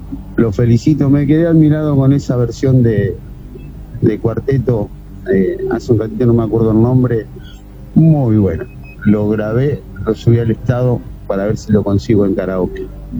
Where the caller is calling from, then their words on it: San Nicolás de los Arroyos, Buenos Aires Province, Argentina; de San Nicolás, provincia de Buenos Aires.